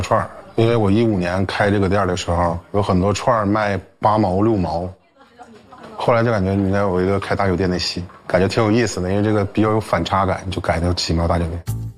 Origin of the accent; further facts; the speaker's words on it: Heilongjiang, China; moved away; 因为我是黑龙江人嘛